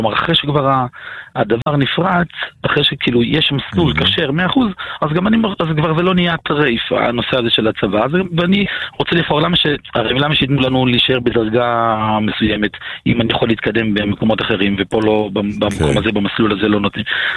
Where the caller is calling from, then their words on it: Central District, Israel; אנחנו מאזור מודיעין.